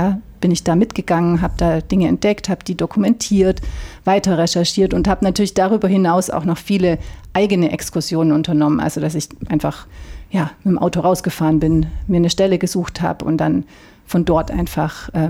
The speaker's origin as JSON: {"language": "German", "region": "West Germany", "country": "Germany", "tie": "born or raised there", "moved": "as an adult", "lives_now": "East Germany", "said": "ich bin in Westdeutschland aufgewachsen"}